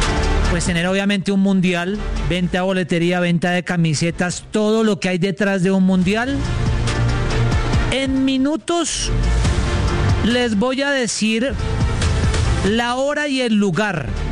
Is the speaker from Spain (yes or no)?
no; Colombia; Yo soy colombiano, papá.